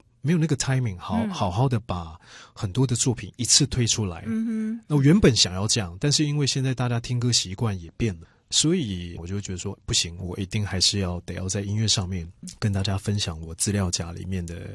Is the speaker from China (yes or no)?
no; Kaohsiung, Taiwan; 我是客家人，对，所以不管是客语的啦，还是台语，因为我是高雄小孩嘛，所以基本上我台语也算蛮练登的